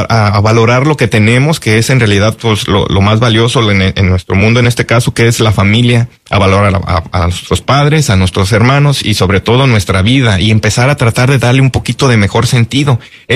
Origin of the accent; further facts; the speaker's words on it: Tequila, Jalisco, Mexico; de donde yo soy originario, en Tequila, Jalisco